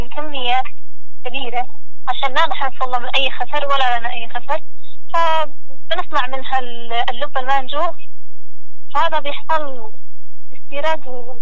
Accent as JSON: {"language": "Arabic", "country": "Yemen"}